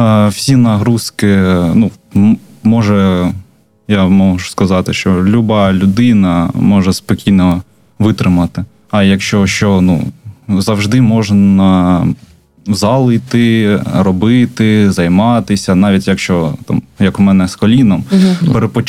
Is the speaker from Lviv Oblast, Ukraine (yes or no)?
no; Kharkiv, Kharkiv Oblast, Ukraine; Тому прийшлось все одно їхати додому, бо вдома краще, звичний Харків